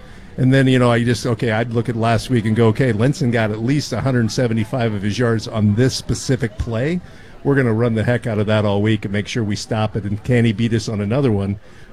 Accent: Linden, Michigan, United States; I'm from Linden, but they are green and gold, and I'm blue and white.

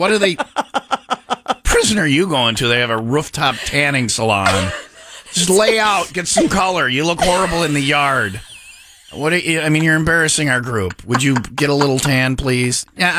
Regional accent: New Jersey, United States; It's a small state. I'm from Jersey.

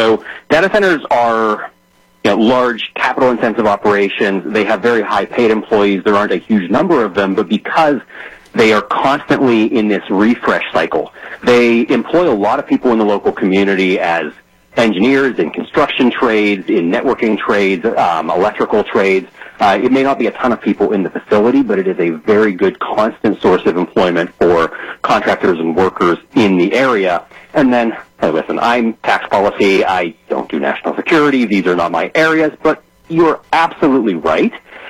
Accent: United States; as an American

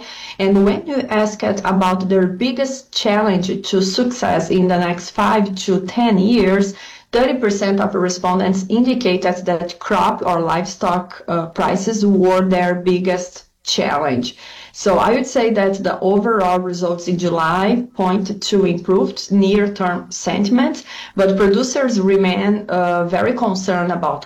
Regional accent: South Region, Brazil; now in West Lafayette, United States; I'm from the south of Brazil, close to Argentina and Uruguay, so sometimes we have cold days

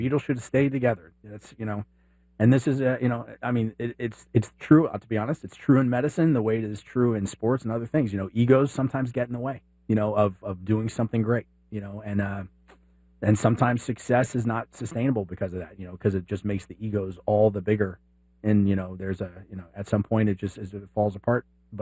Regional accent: Dallas, Texas, United States; born or raised there

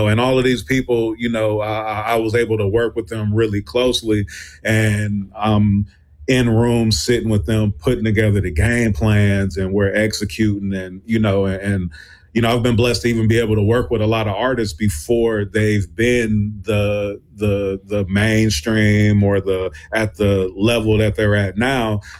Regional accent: Milwaukee, Wisconsin, United States; So, you know, I'm from Milwaukee, Wisconsin.

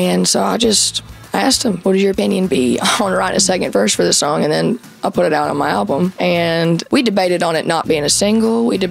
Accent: Alabama, United States; We grew up on all the same kind of music. And we're both from Alabama.

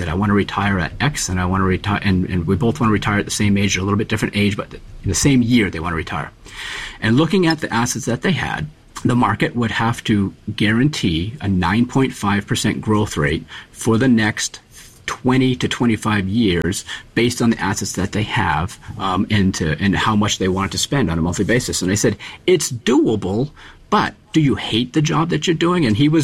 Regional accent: Biddeford, Maine, United States; My father, I grew up in the Biddeford area, and my father was a banker for 42 years.

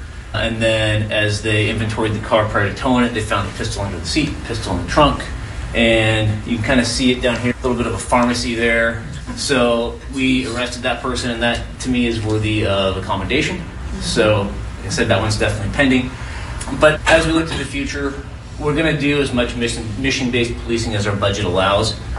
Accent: Oregon, United States; So I grew up just outside East Precinct, off 162nd and Foster, just in the Clackamas County. So I went to Centennial Schools.

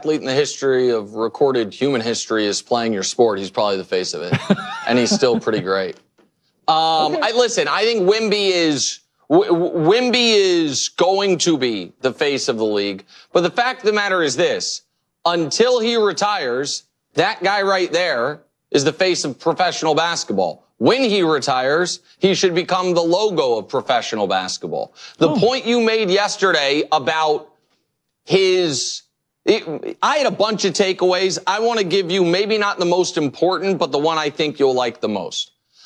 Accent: Kansas City, United States

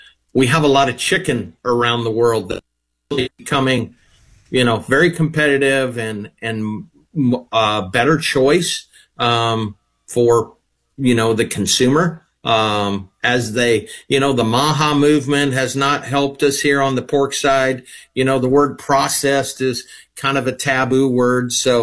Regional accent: Iowa, United States; I went to my hometown grocer here in Eastern Iowa.

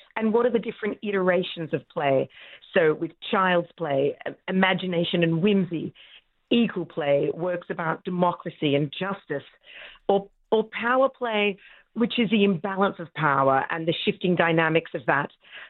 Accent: Canada; we should be proud as a Canadian to really have this festival that can shine a light on the artists of this country

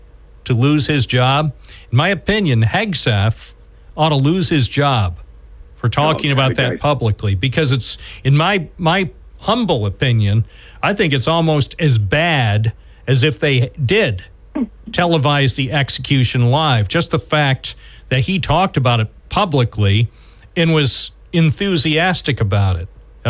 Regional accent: United States; if I didn't grow up in this country and I didn't believe in this country

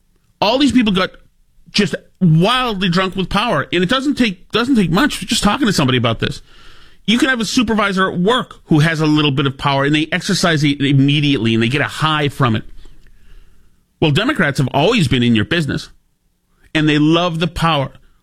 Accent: Winchester, Massachusetts, United States; So now, you know, I grew up in Winchester. We used to have the Sachems.

